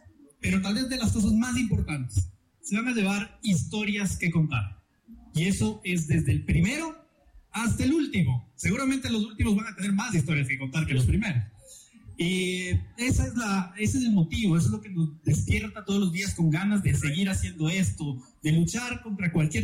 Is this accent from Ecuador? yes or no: yes; Quito, Pichincha, Ecuador; el Pichincha, que lo sentimos con el corazón como quiteños, que nos vemos todos los días